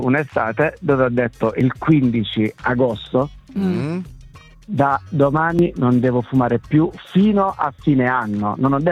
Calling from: Martina Franca, Apulia, Italy; Io sono di Martina Franca.

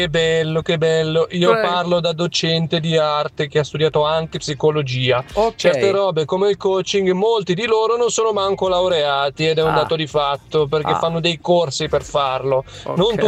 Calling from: Cesano Maderno, Lombardy, Italy; da Cesano Maderno.

